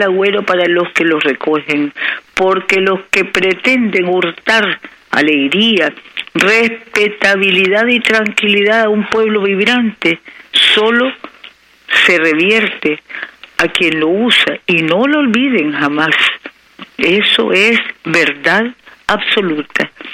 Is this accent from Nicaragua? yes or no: yes; Nicaragua